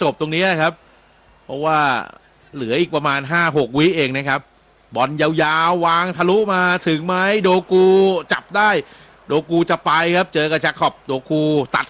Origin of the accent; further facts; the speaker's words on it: Bangkok, Thailand; now in Samut Prakan, Thailand; ไม่เป็นสมุทรปราการเลยไม่ใช่กรุงเทพแล้วเมื่อก่อนเป็นคนกรุงเทพ